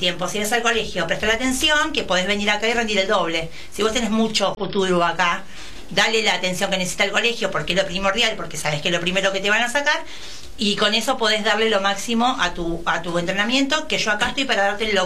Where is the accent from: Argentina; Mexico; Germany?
Argentina